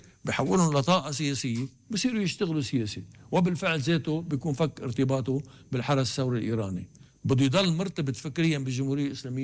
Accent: Lebanon

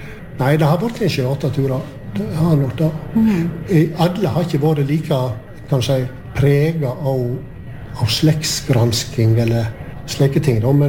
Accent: Gaupne, Vestland, Norway; Swedish is a second language; så sa jag att jag kommer ju ifrån Gaupne. Och då grät hon.

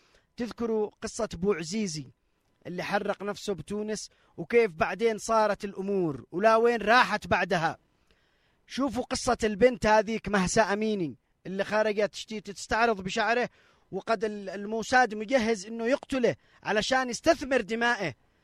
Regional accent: Sanaa, Amanat Al Asimah, Yemen; ومعاهم عملاء موجودين عندنا بصنعاء

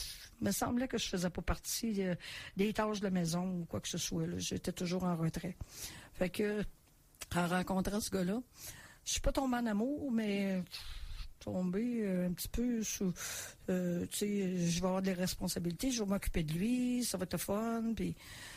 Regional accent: Montreal, Quebec, Canada; moved away as an adult; now in Quebec City, Canada; Je suis native de Montréal

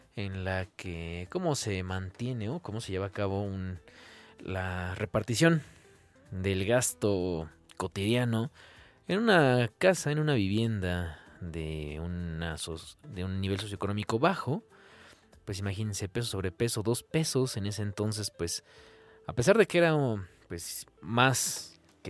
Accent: Mexico

